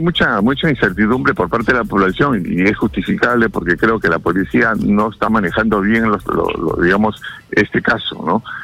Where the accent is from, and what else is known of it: Peru